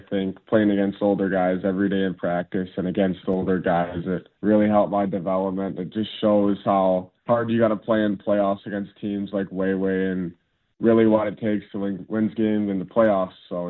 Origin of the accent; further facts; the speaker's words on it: Dauphin, Manitoba, Canada; born or raised there